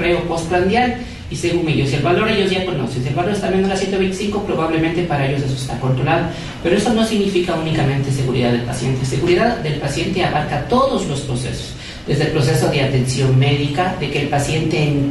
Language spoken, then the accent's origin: Spanish; Ecuador; Nuestra cultura como ecuatorianos